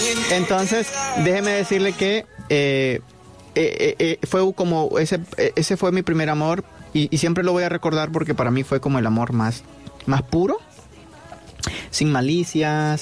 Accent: Colón, Honduras; moved away; Tengo mucha familia que tenía medios de comunicación allá en el departamento de Colón, de donde yo vengo, en Honduras

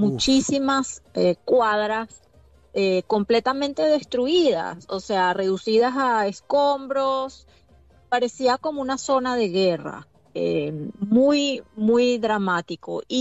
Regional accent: Caracas, Capital District, Venezuela; now in Boston area, United States; Yo crecí en Caracas y La Guaira, que fue la zona más afectada, es un lugar donde los caraqueños vamos para un día de playa

